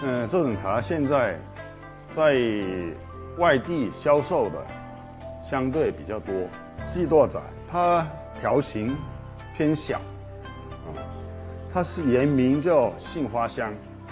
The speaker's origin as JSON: {"language": "Chinese", "town": "Shantou", "region": "Guangdong", "country": "China", "tie": "born or raised there", "said": "像我们老家是潮南那边的"}